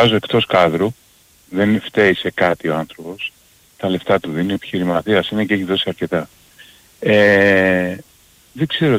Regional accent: Peristeri, Attica, Greece; είμαι από το Περιστέρι, Παναθηναϊκός.

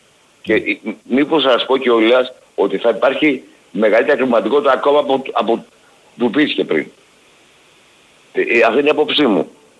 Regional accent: Aigio, Western Greece, Greece; Με θυμάσαι ποιος είμαι εγώ από το Αίγιο, έτσι?

